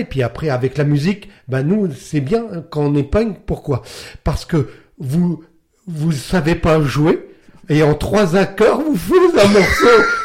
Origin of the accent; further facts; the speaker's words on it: Hérouville-Saint-Clair, Normandy, France; Alors, moi, j'étais punk d'Hérouville-Saint-Clair, moi. D'accord, un petit punk, hein, voilà.